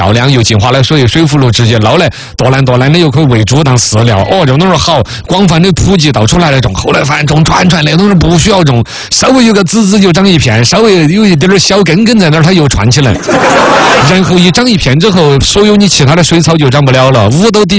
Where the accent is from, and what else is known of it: China